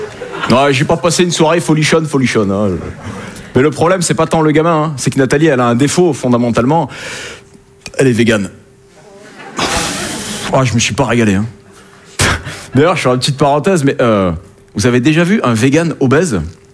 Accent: Southern France, France; Hein, je viens du sud de la France.

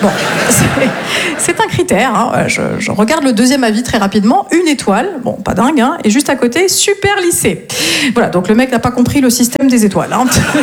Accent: north-east France, France; moved away as an adult; now in Marseille, France; Je viens du nord-est de la France et je me suis installée à Marseille il y a tout juste 3 ans et demi.

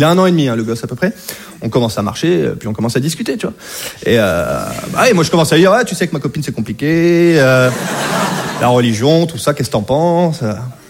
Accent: Hauts-de-France, France; moved away as an adult; now in Paris, France; Je viens de Picardie. Et maintenant, je vis à Paris. Je suis venu à Paris faire mes études.

